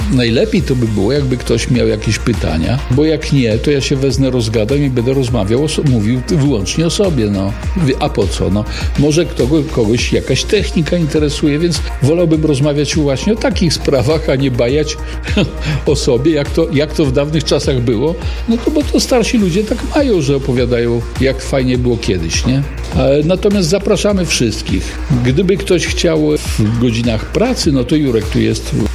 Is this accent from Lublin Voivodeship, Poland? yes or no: yes; Biała Podlaska, Lublin Voivodeship, Poland; znalazł, że my z Białej Podlaskiej